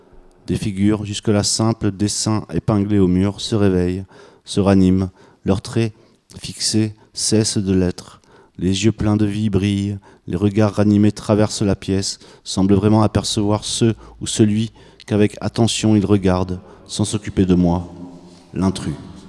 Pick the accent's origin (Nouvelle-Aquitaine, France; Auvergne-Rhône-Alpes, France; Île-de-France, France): Île-de-France, France; accent: Parisian; Je suis repéré, là, c'est bon. J'arrête, je prends mon accent parisien, maintenant.